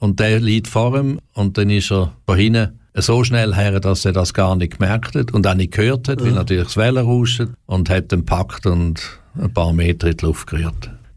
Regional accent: Romanshorn, Thurgau, Switzerland; born or raised there

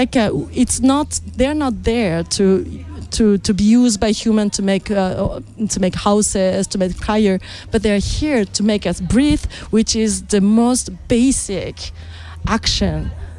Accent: Japan; English is a second language; I'm from Japan, so I'm pointing Europe as a different part of geographically mm-hmm. on Earth from where I come from.

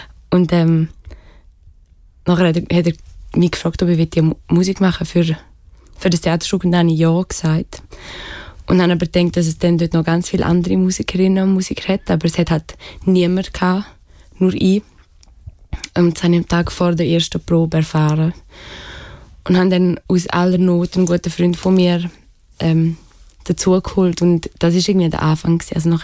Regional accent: Graubünden, Switzerland; Es gibt dort, wo ich aufgewachsen bin, nicht mega viele Vorbilder für das.

